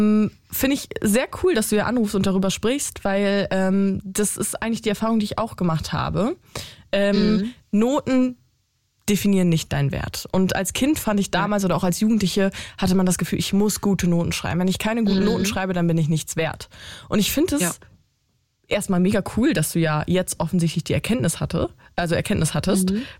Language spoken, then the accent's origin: German; North Rhine-Westphalia, Germany; Ich komme aus NRW